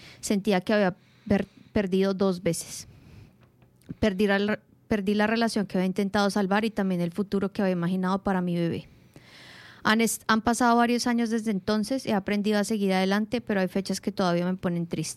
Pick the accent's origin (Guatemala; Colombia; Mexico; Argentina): Colombia; Medellín, Antioquia; now in Melbourne, Australia; Soy de Medellín y llegué a Melbourne en 2011. Conocí a Sebastián en mis primeros meses en Australia.